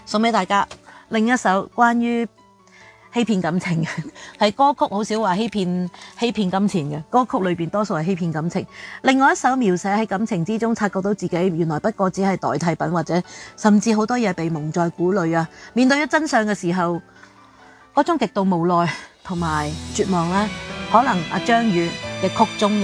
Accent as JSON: {"language": "Cantonese", "town": "Qingyuan", "region": "Guangdong", "country": "China", "said": "我係清遠人。"}